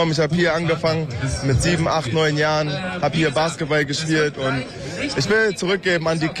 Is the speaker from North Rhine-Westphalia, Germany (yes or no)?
no; Braunschweig, Lower Saxony, Germany; aber ich bin aus Braunschweig, ich habe es geschafft in die NBA